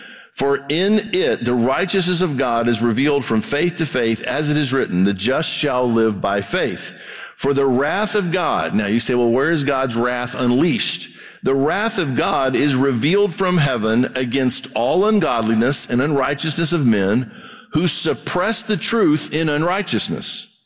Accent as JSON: {"language": "English", "country": "Brazil", "tie": "born or raised there", "said": "I grew up in Brazil, mission field."}